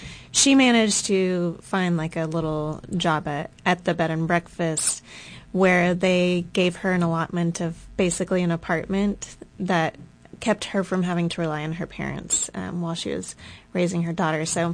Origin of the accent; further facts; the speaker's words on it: Rosebud, Arkansas, United States; Strangely looks a lot like Searcy, which is not my hometown, but very near my hometown.